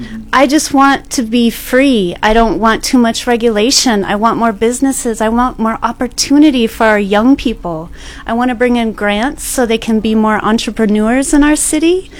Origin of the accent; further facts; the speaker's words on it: Lakewood, Colorado, United States; also born or lived in Inglewood; Yeah, I'm born here in Inglewood, grew up in Lakewood, Littleton area, graduated Chatfield High School, and went to Metro State in Denver